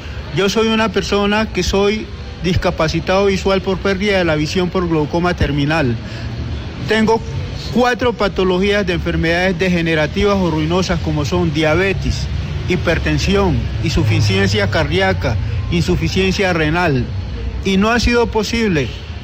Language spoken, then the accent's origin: Spanish; Chocó, Colombia; now in Medellín, Colombia; por ese motivo salí del departamento del Chocó, víctima del conflicto armado por desplazamiento forzado y amenaza. Me encuentro acá en la ciudad de Medellín hace mucho tiempo en calidad de persona refugiada